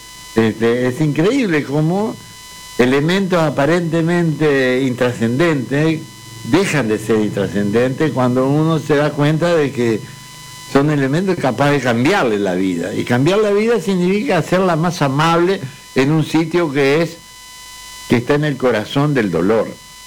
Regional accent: Guatemala; moved away as an adult; also born or lived in Buenos Aires, Argentina; Yo salí de Guatemala y me metí en Guatepeor cuando me fui a la Argentina

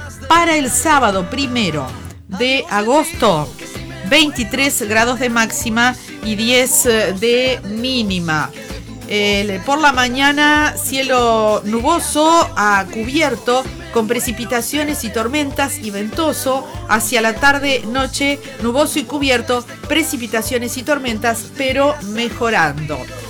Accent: Uruguay; Está bien que somos uruguayos, todas esas costumbres que tenemos

